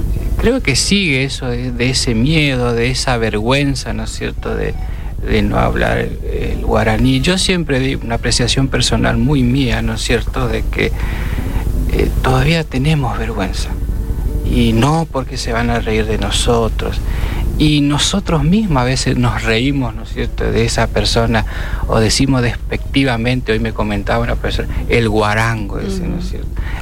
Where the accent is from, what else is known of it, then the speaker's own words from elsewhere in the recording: Corrientes, Argentina; Yo soy nacido y criado y malcriado en Corrientes Capital, pero mis abuelos maternos con los que me crié son del paraje Arroyo Pontón.